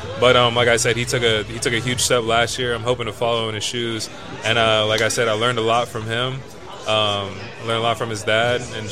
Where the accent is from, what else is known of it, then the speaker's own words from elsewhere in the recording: Southern United States, United States; and then just being in the South and growing up in the South, visiting all those schools